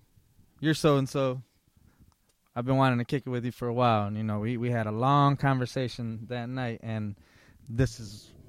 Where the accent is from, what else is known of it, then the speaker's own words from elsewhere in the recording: Lansing, Michigan, United States; You know, I'm originally from Lansing.